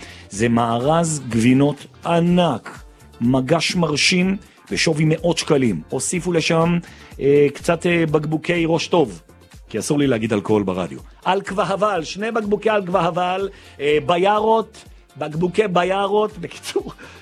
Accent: Jerusalem, Jerusalem District, Israel; כל שנה, 32 שנים כבר, אני עוצר את עצמי, 9 באב, אני ירושלמי, אני לוקח את זה גם באופן אישי, מה שקרה בירושלים

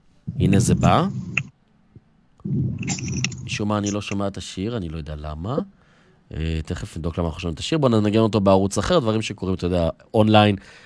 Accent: Modi'in Illit, Judea and Samaria Area, Israel; born there; עיר הולדתי, אם תרצה. אני הולך להגיע לשם.

